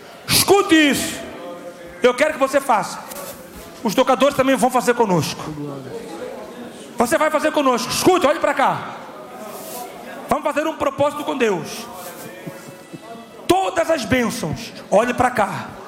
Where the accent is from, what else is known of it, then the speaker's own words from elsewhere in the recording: Mozambique; moved away; Eu estava na minha terra, Moçambique.